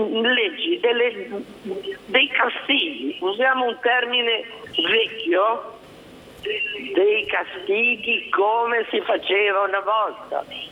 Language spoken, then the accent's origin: Italian; Genoa, Liguria, Italy; sono di Genova.